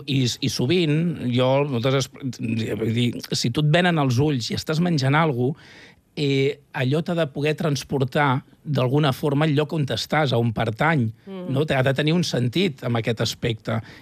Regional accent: Catalonia, Spain

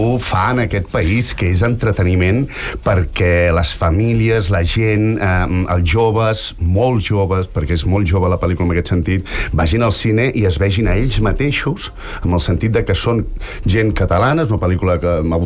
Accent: Catalonia, Spain; Nosaltres som catalans

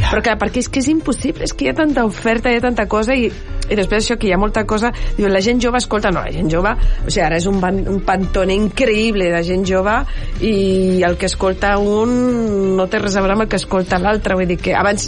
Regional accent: L'Hospitalet de Llobregat, Catalonia, Spain; jo era entre Bellvitge, Centre... Però bueno, sí, la no. meva àvia era de Bellvitge, jo movia per... El meu institut estava a Bellvitge

